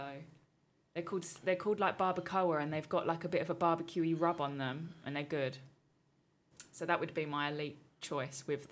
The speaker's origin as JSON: {"language": "English", "town": "Millwall", "region": "London", "country": "United Kingdom", "said": "Well, I'm from Millwall, as you say."}